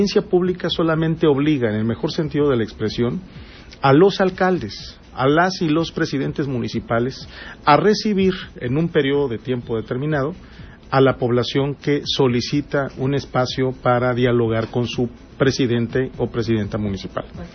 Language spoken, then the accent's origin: Spanish; Acapulco, Guerrero, Mexico; yo soy originario de Acapulco